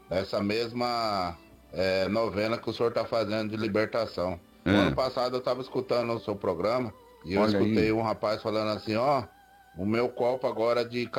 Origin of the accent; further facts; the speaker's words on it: Marília, São Paulo, Brazil; sou de Marília, São Paulo. Marília, terra da bolacha.